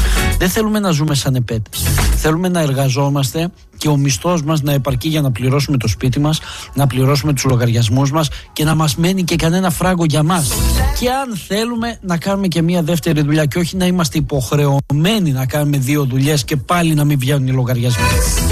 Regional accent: Greece; Εμείς σαν Έλληνες πολίτες αυτής εδώ της χώρας

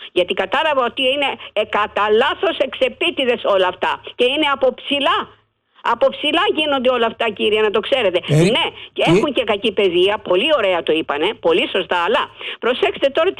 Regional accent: Ilioupoli, Attica, Greece; born there; είμαι πάνω από 70 χρονών, έχω γεννηθεί στην Ηλιούπολη.

